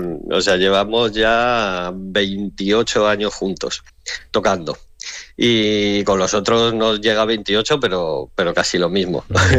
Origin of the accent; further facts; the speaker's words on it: Madrid, Community of Madrid, Spain; now in Ávila, Spain; que soy el bajista, y soy de Madrid y estoy ahora viviendo en un pueblecito de Ávila.